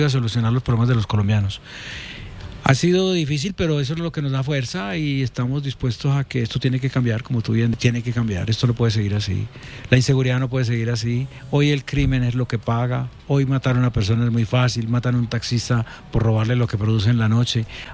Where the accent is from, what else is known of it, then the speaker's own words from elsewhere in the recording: Medellín, Antioquia, Colombia; porque yo soy paisa. Sí. Soy de Medellín y he tenido una gran y estrecha vinculación con Manizales.